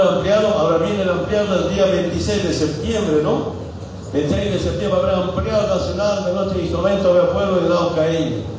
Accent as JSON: {"language": "Spanish", "country": "Bolivia"}